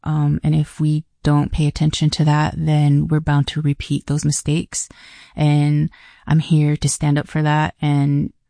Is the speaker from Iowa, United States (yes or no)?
yes; Des Moines, Iowa, United States; also born or lived in Emmetsburg; now in Sioux City, United States; So I grew up in Des Moines. I was born in Emmitsburg. And I think I came to Sioux City like in my 20s. So I've been here ever since. We live in Morningside.